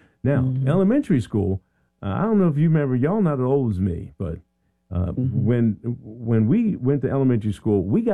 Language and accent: English; Philadelphia, Pennsylvania, United States; I'm from Philadelphia.